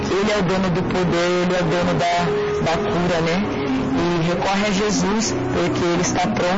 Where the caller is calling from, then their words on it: Lençóis Paulista, São Paulo, Brazil; sou aqui de Lençóis Paulista e eu agradeço essa oportunidade.